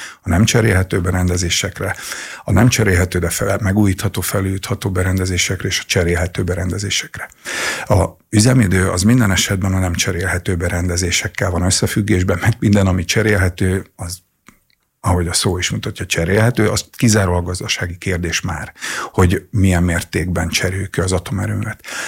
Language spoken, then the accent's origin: Hungarian; Paks, Tolna, Hungary; Paksiként